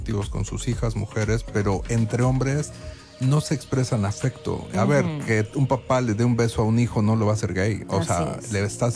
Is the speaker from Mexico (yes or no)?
yes; Mexico